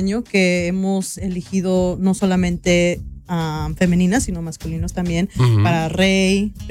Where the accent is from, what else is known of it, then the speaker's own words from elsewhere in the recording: Fremont, Nebraska, United States; Yo soy de Fremont, Nebraska. Ahí nací, ahí estoy